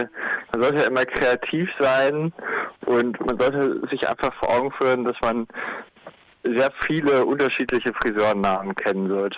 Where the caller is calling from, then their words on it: Leipzig, Saxony, Germany; ich komme aus Leipzig